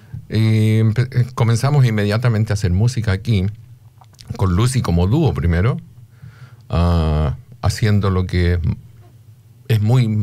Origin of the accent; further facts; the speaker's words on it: Rancagua, O'Higgins, Chile; moved away as an adult; also born or lived in Santiago, Chile; now in Australia; Bueno, chileno, obviamente. Nací en Santiago, pero me crié en la ciudad de Rancagua, de ahí donde pasé toda mi vida prácticamente, hasta que nos vinimos a Australia